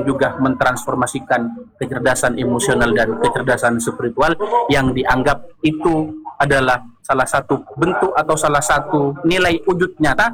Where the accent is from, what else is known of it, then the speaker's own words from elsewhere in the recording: Madura, East Java, Indonesia; kita orang Madura kan masih memegang teguh terhadap falsafah orang Madura ya.